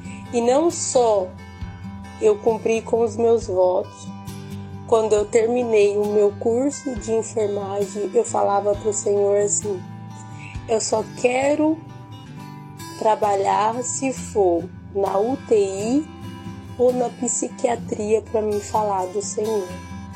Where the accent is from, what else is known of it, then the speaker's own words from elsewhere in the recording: Presidente Prudente, São Paulo, Brazil; sou da cidade de Presidente Prudente.